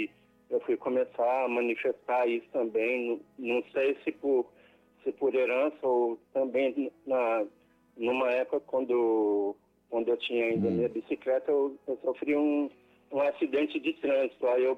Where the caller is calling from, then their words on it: Brasília, Federal District, Brazil; Eu falo de Vicente Pires, Brasília, DF.